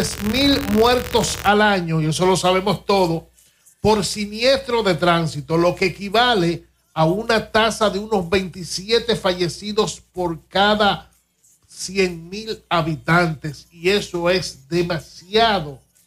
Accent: Dominican Republic

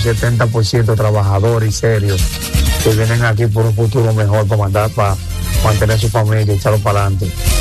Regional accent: Dominican Republic; moved away as an adult; now in Philadelphia, United States; Nacido y criado en el Sánchez La Fe, la capital. Residente en Filadelfia, Estados Unidos.

